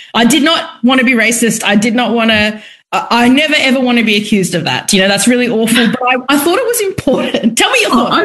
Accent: India; it was amazing as a young person to realize the kind of rich erotic history of Indian art as an Indian person.

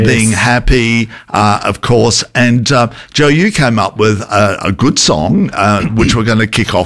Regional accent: Adelaide, South Australia, Australia; also born or lived in Melbourne / Sydney; But I, because I'm originally from Adelaide and it's in Melbourne, then I went to Sydney, back from Sydney, and then back to back there.

